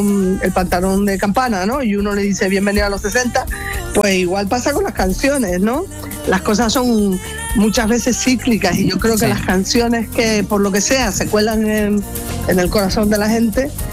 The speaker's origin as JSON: {"language": "Spanish", "town": "Arrecife", "region": "Canary Islands", "country": "Spain", "tie": "born or raised there", "said": "en Arrecife, en mi tierra"}